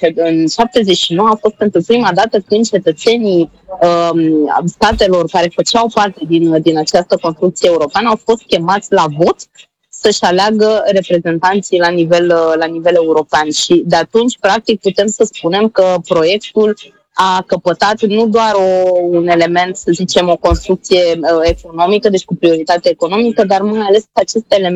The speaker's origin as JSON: {"language": "Romanian", "country": "Romania", "tie": "born there", "said": "Orașul meu natal, de altfel, de-a lungul timpului l-am văzut cum s-a transformat"}